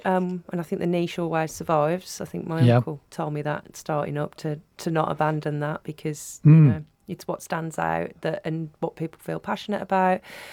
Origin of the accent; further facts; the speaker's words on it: Warsaw, Masovian Voivodeship, Poland; moved away; I think that comes from growing up in Warsaw.